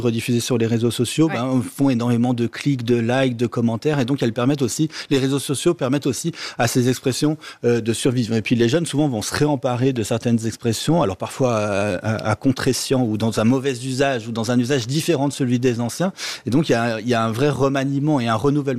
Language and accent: French; France; moved away as an adult; on est tous les deux français